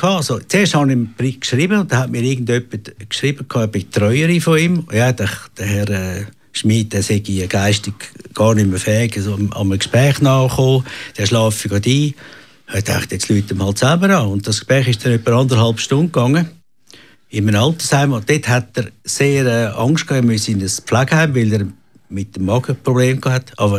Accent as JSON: {"language": "German", "country": "Switzerland", "tie": "born or raised there", "said": "ich bin am Zürichsee aufgewachsen."}